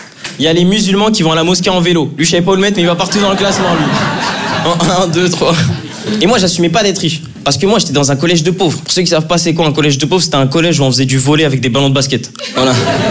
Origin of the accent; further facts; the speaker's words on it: Draguignan, Provence-Alpes-Côte d'Azur, France; now in Lyon, France; moi, je viens de Draguignan.